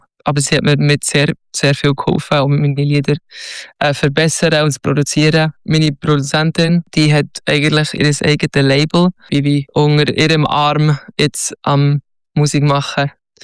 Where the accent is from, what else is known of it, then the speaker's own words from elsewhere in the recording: Zürich, Zurich, Switzerland; born there; now in Steffisburg, Switzerland; Ich bin in Zürich geboren, aber wohne jetzt in Steffisburg. Ich mache eine Schreinerlehre, bin jetzt im zweiten Lehrjahr und bin jetzt gerade 19 geworden.